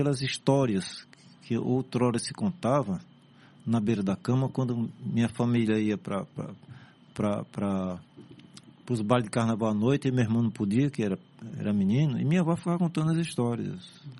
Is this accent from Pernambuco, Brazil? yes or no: yes; Recife, Pernambuco, Brazil; born there; E eu nasci na Casa de Saúde Maternidade de São João, que era o hospital onde depois passou a ser o Hospital Agamenon Magalhães.